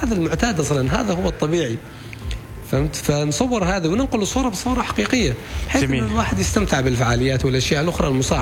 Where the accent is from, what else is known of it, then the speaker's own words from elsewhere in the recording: Mirbat, Dhofar, Oman; أعتقد الأماكن اللي تحتاج شهرة مرباط فيها شواطئ خلابة، يعني أنا من أبناء البلد